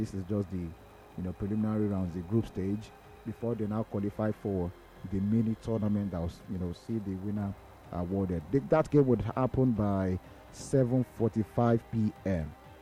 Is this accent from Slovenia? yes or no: no; Canada; Well, I'm from Canada.